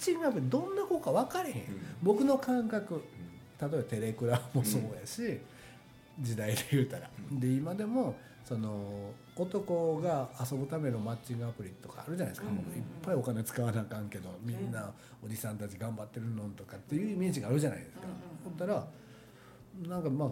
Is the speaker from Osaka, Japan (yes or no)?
yes; Takatsuki, Osaka, Japan; 地元の高槻